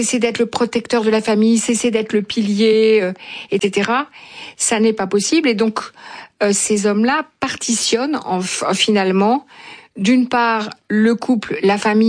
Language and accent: French; France; je suis française et que c'est ici que je consulte.